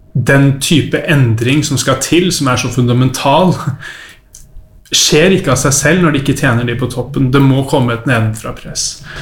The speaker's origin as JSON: {"language": "Norwegian", "region": "Oslo", "country": "Norway", "tie": "born or raised there", "said": "jeg ble født og oppvokst på Grønland i Oslo."}